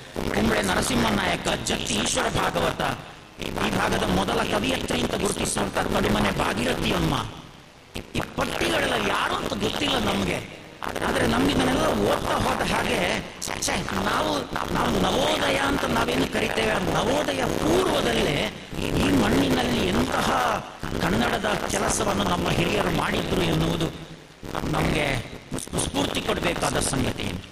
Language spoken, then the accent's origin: Kannada; Kasaragod, Kerala, India; now in Puttur, India; ನಾನು 3 ದಶಕಗಳಾಯಿತು ನಾನು ಮೂಲಕ ಕಾಸರಗೋಡಿನವನು ಈ ಪುತ್ತೂರಲ್ಲಿ ನೆಲೆಸಿದ್ದೇನೆ. ನಾನು ಕಾಸರಗೋಡು ಮೂಲದವನು, ಎರಡಕ್ಕೂ ಸ್ವಲ್ಪ ಸಂಬಂಧ ಇದೆ ನನಗೆ